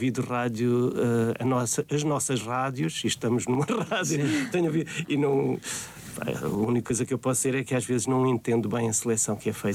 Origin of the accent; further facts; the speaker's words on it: Mozambique; Quando era miúdo, em Moçambique...